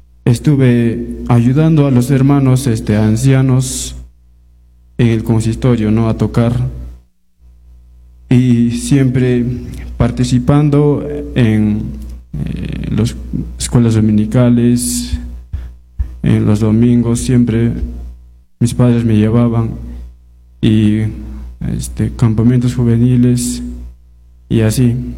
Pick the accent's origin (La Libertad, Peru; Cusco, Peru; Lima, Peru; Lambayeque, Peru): Cusco, Peru; La Convención, Quillabamba, Vilcabamba District; moved away as an adult; now in Cusco, Peru; Soy de la Convención Quiabamba, Distrito de Vilcabamba, Valle San Miguel. De Consistorio, Iglesia Evangélica Peruana, Villa Carmen. Bueno, yo nací en un hogar cristiano.